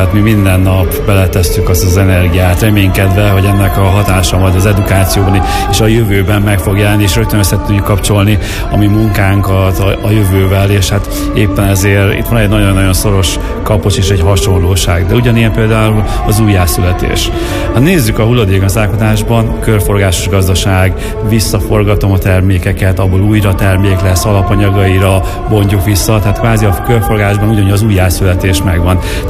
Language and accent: Hungarian; Miskolc, Borsod-Abaúj-Zemplén, Hungary; Így, ha másért nem, azért miskolciként oda kell állnunk mellé, és ezt támogatnunk kell tudni.